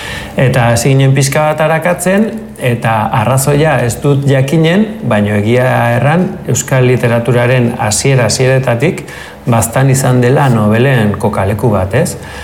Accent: Berriozar, Navarre, Spain; Berriozarkoa naiz, baino gaur egun Berriozar herri koskorra da, urbano, nahiko urbanoa

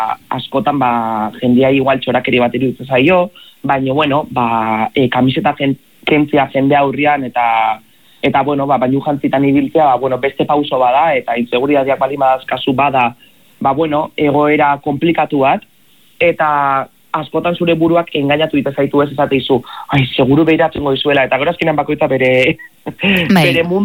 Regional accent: Zarautz, Basque Country, Spain; Ni Zarauztarra naiz, eta noski Zarautzeko ondartza asko ezagutzek

